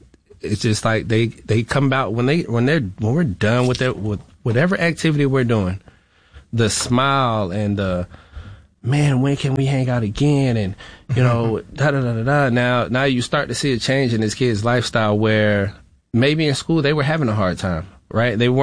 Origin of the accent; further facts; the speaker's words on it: Florida, United States; I was raised in Florida, so I can relate to the families